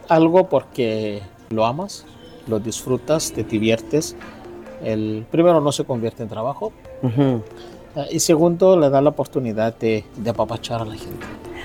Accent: Mexico; Siento que se logra transmitir un poquito lo que somos los mexicanos

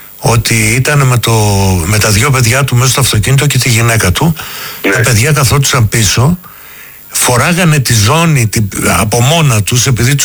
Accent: Crete, Greece; Εγώ είμαι από την Κρήτη.

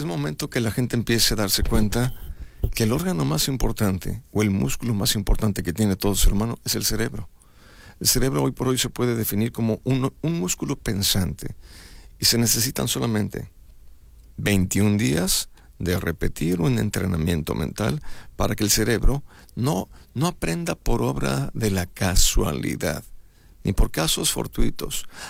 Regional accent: Mexico; Yo sigo creyendo que el sinaloense, como el sonorense, como el mexicano, somos personas resilientes.

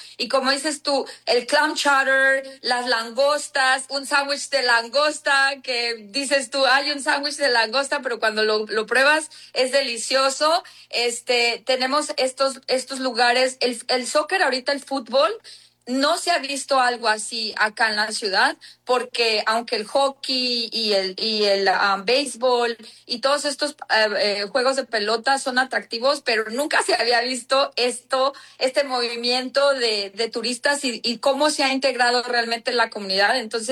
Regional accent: Mexico; now in Boston, United States; yo soy mexicana

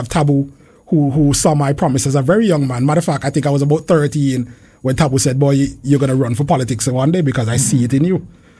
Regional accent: Montserrat; So I'm proud to say that I'm a product of Montserrat. I'm proud to say I'm from Montserrat.

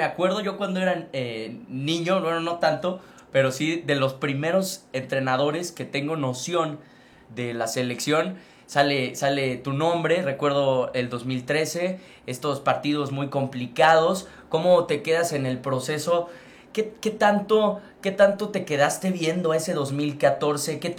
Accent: San Luis Potosí, Mexico; Yo soy de San Luis.

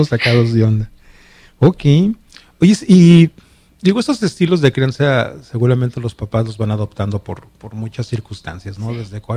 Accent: Guadalajara, Jalisco, Mexico; Se nota que soy de Guadalajara.

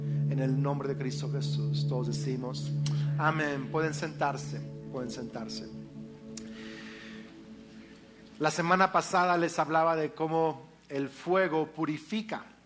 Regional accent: Lázaro Cárdenas, Michoacán, Mexico; Pero yo crecí en Lázaro Cárdenas, Michoacán, de niño, y ahí sí el agua servía siempre porque había mucha enfermedad por eso.

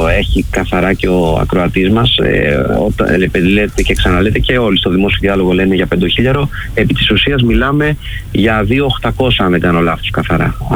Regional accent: Greece; Εγώ ως Έλληνας

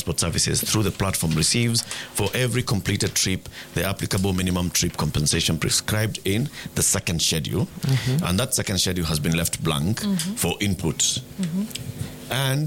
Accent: Kenya; Because I am Kenyan

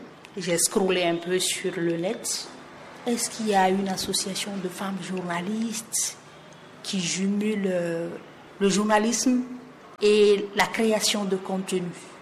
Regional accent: Conakry, Guinea; born or raised there

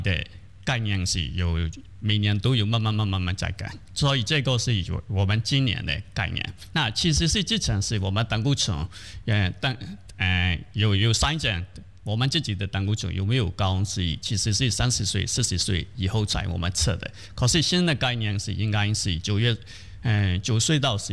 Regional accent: Myanmar; now in Hualien, Taiwan; 那我是从缅甸来的

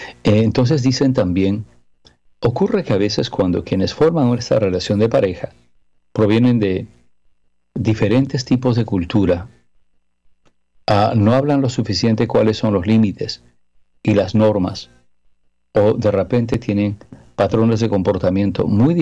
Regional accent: Mexico; Mi esposa es centroamericana y es guatemalteca. Yo soy mexicano.

